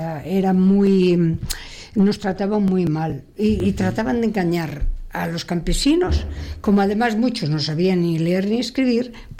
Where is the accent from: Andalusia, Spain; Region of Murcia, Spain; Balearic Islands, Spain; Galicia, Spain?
Galicia, Spain; O Páramo; now in Catalonia, Spain; Meu poble era 27 kilómetros de Lugo, se llama Páramo y pertenece al partido judicial de Sarria.